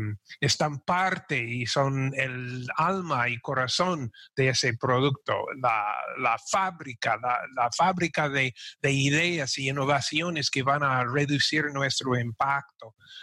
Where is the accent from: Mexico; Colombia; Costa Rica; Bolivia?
Costa Rica; viviendo en Costa Rica y siendo un tico.